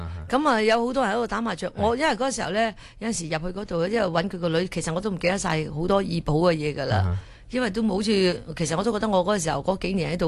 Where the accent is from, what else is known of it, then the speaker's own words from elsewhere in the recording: Ipoh, Perak, Malaysia; moved away; 我童年就喺呢地方长大。